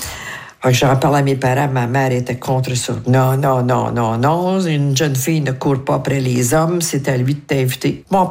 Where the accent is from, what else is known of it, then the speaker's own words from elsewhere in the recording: Montreal, Quebec, Canada; born there; also born or lived in Toronto; now in Outaouais, Canada; Moi, je suis native de Montréal, mais j'ai passé une grosse partie de ma vie à Québec.